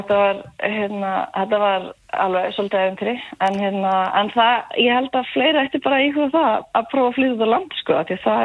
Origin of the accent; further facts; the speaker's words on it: Hella, Southern Region, Iceland; moved away as an adult; Nei, nei ég það alls ekki, ég sönlendingur, ég uppalinn á Helli